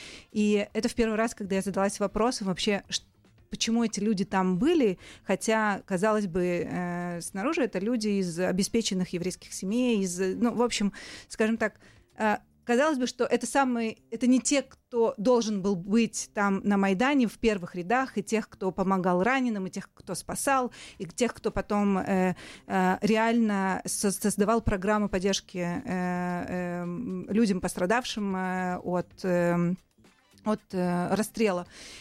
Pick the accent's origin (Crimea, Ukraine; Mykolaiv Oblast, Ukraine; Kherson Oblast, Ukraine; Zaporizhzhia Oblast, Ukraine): Kherson Oblast, Ukraine; Kherson; moved away as an adult; now in Israel; Я сама из Украины, из города Херсона